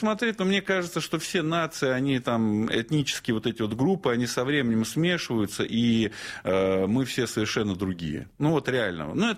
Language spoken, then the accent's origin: Russian; Russia